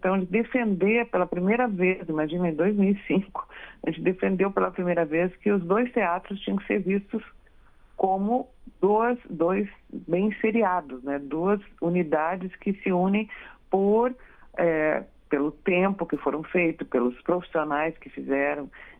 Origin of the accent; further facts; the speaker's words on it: Rio Grande do Sul, Brazil; born there; now in North Region, Brazil; eu sou sulista, né? Eu sou nascida no Rio Grande do Sul. Eu moro aqui no Norte há 50 anos, mas eu sou sulista.